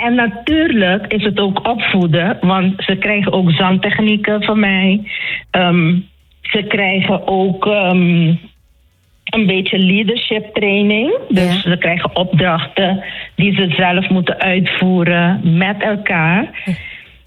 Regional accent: Curaçao; now in Assen, Netherlands; Het is zo, ik kom van Curaçao en daar heb ik jarenlang een kinderkoor gehad. En mijn hele leven eigenlijk daaraan toegewijd. En nu ben ik in Nederland.

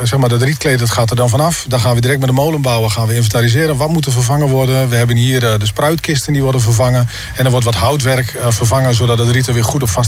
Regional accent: Groningen, Netherlands; Dat staat mij heel erg aan als Groninger

